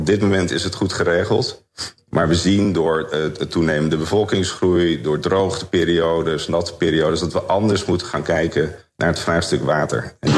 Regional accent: Netherlands; we zijn wel Nederlanders.

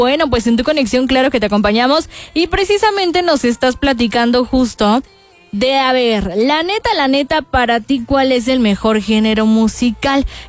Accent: Mexico; el mariachi es parte de nuestra cultura, de nuestra riqueza, de nuestras raíces como mexicanos.

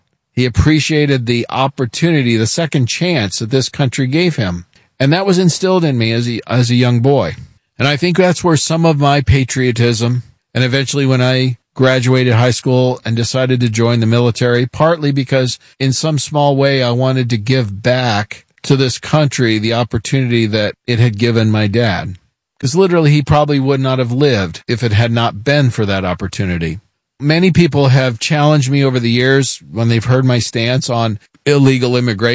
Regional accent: United States; born there; I'm first-generation American. … is a Hungarian name. I was born here in the United States.

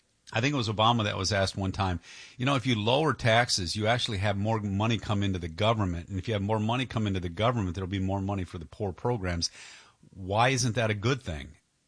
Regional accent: Detroit, Michigan, United States; moved away; also born or lived in New York; I grew up in Detroit

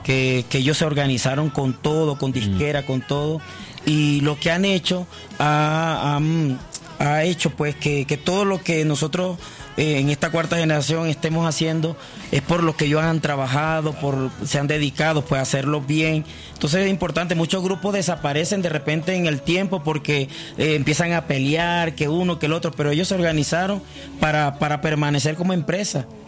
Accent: Venezuela; moved away; yo soy venezolano, tengo nacionalidad colombiana también, mis padres son colombianos.

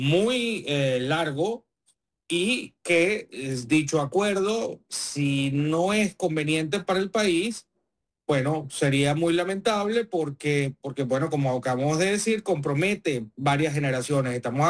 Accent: Venezuela; now in Washington, United States; como decimos coloquialmente en Venezuela

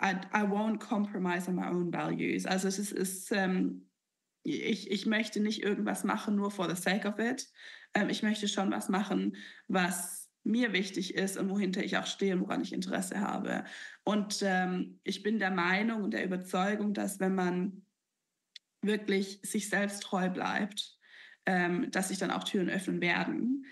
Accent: Germany; Als Deutsche sind wir natürlich sehr privilegiert, dass wir sagen können, okay, what's the worst thing that can happen, dass wir es nicht kriegen und dann gehen wir wieder zurück nach Deutschland

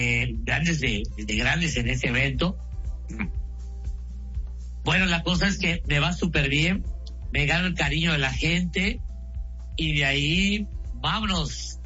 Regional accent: Mexico

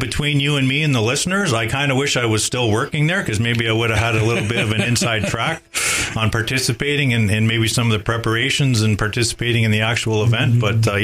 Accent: Toronto, Ontario, Canada; now in Highlands East, Canada; I'm 61 years old. I was born and raised in Toronto. Spent my childhood in Toronto, my significant part of my municipal career in Toronto

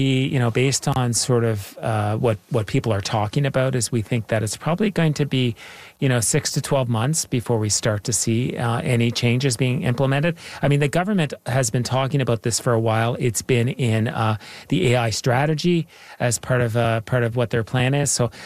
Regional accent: Canada

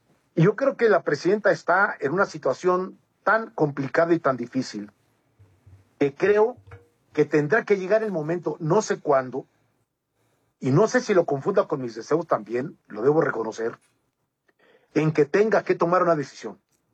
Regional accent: Mexico

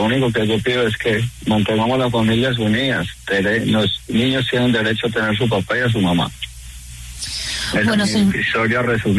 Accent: El Carmen de Viboral, Antioquia, Colombia; moved away as an adult; also born or lived in Tennessee; now in North Carolina, United States; yo soy del Carmen de Oral, Antioquia.

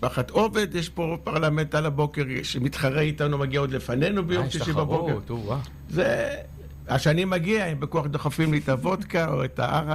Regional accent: Netanya, Central District, Israel; born there; נולדתי פה, וזה עיר יפהפייה.

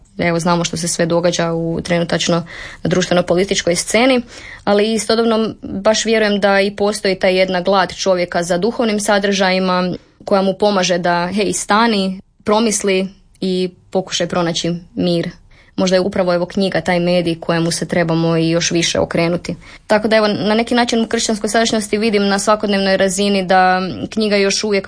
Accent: Croatia; koji je inače rodom iz Bjegovače, to je dva mjesta dalje od mjesta u kojem sam ja odrasla.

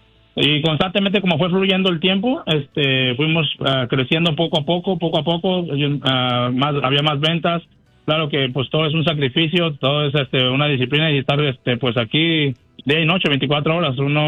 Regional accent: Durango, Mexico; now in United States; Cuando llegué de Durango a Estados Unidos, viví aquí en Ok

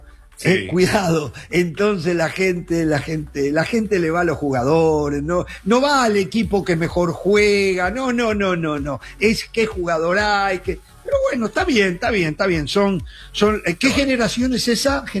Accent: Uruguay

